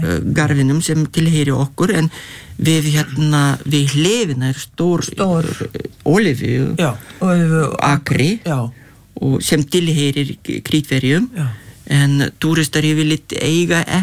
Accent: Lithuania; og við vorum alinn upp í Litáin og með gott sumarvefur og alvöru sumar og alltaf langaði að hafa gott sumar

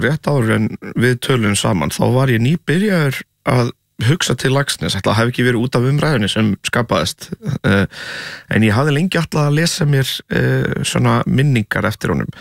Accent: Portugal; now in Iceland; Ég, eins og ég hef sagt svona 300 sinnum og fólk örgulega þreytt á þér að það náttúrulega ólst upp í Portugal.

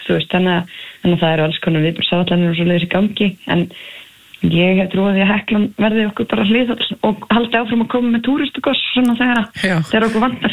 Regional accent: Leirubakki, Southern Region, Iceland; also born or lived in Árbakki; Og svo komum við upp á Leirubakka bara þegar ég 11 ára og svo ég búin að vera hér svona með báða fætur síðan, nánast.

